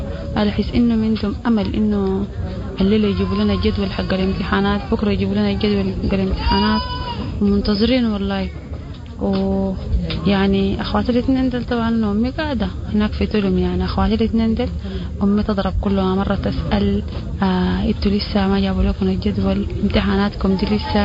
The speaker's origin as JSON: {"language": "Arabic", "town": "Omdurman", "region": "Khartoum", "country": "Sudan", "said": "يعني احنا جينا من الخرطوم من درمان، جات من بعيد شديد"}